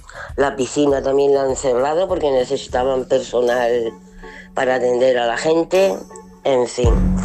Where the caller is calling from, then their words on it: Escalona, Castilla-La Mancha, Spain; Soy … de Escalona.